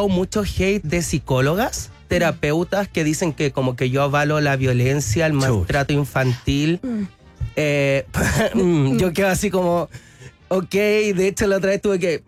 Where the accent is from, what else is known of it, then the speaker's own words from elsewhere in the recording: Curicó, Maule, Chile; somos de Curicó